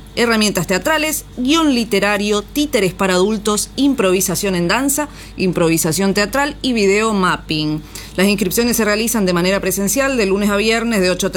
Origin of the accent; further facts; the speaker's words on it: El Sombrero, Corrientes, Argentina; No, soy del Sombrero, así que nacida y criada en el Sombrero. Bueno, nací acá, en el hospital Jan, ¿no? Como dije, pero me crié en el Sombrero.